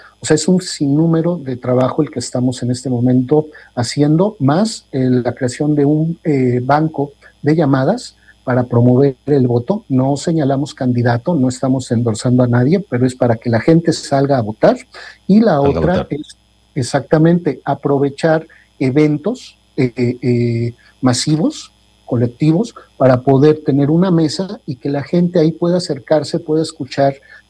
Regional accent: Mexico; now in Atlanta, United States; como comunidad mexicana muy poca participación, porque así venimos desde México, es un problema de nuestra generación.

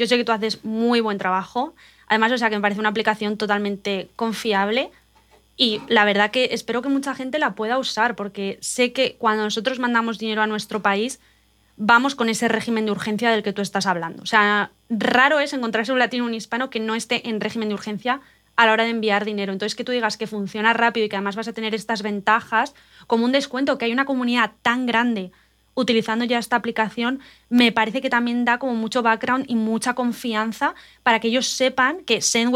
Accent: Spain; porque yo soy española y sé que ahora mismo no entra a España

